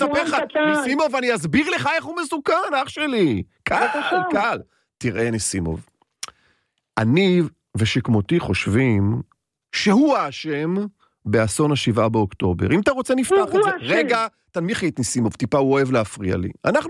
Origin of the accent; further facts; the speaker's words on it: Bnei Brak, Tel Aviv District, Israel; אני מבני ברק.